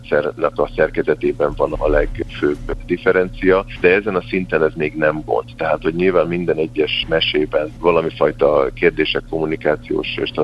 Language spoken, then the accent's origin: Hungarian; Hungary; magyarként itt a szláv gyűrűben vagyunk